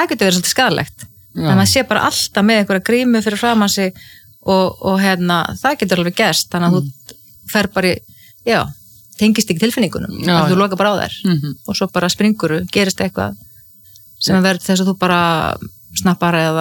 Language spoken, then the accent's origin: Icelandic; Ísafjörður, Westfjords, Iceland; ég óttaðist sjóin sem kannski líka tengist því að ég alveg upp á Ísafirði þar sem voru tíu sjóslis